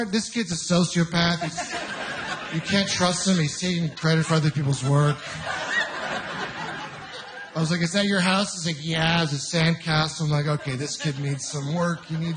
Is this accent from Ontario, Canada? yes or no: yes; Ontario, Canada; I'm originally from Ontario.